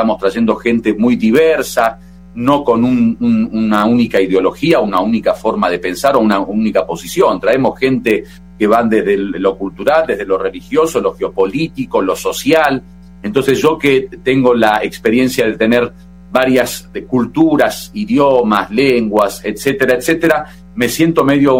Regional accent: Argentina; also born or lived in Iran; como argentino que tuvo esa experiencia de vivir tantos años en Irán y de conocer tan de cerca la causa iraní

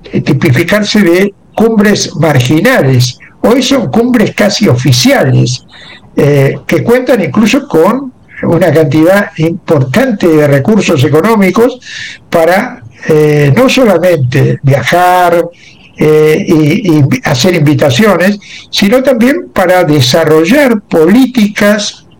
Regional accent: Argentina; en mi país, en Argentina

